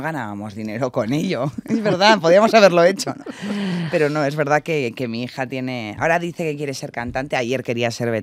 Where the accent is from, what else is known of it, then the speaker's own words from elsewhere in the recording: Getxo, Basque Country, Spain; now in Madrid, Spain; Una calidad de vida que tenemos en Guecho.